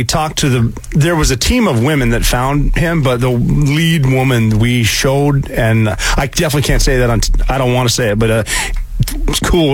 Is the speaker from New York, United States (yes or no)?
no; Butte, Montana, United States; He's from my hometown, Butte, Montana.